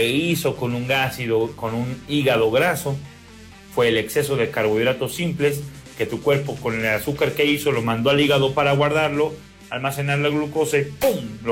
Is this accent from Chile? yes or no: no; Mexico; Hablo nomás de México. Aquí soy yo. Aunque parezca suizo, aunque parezca europeo, no, soy mexicano.